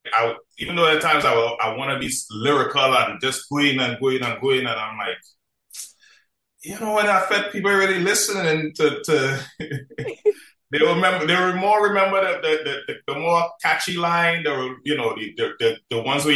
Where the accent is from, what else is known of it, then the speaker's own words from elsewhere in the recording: Marbella, Andalusia, Spain; But growing up in Marbella, I wasn't really into the music like that. I was just, you know, just a normal kid, just running around playing football.